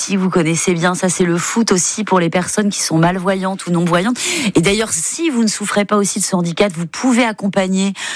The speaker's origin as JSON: {"language": "French", "region": "Brittany", "country": "France", "said": "Quand c'est froid, comme chez moi en Bretagne, une combi, et puis c'est parti."}